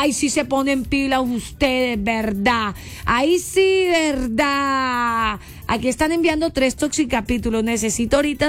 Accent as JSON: {"language": "Spanish", "country": "Colombia", "said": "nosotros como colombianos y patriotas"}